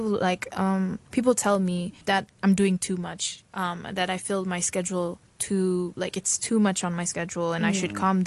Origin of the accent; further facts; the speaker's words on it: Philippines; As a Filipina, I think they're very accepting, but then you can also kind of tell when they're judging.